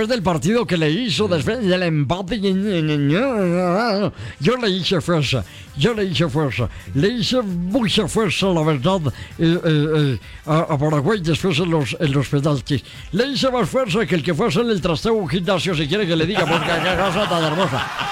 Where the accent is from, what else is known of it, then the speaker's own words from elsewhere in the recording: Anzá, Antioquia, Colombia; Yo soy del municipio de Alzaga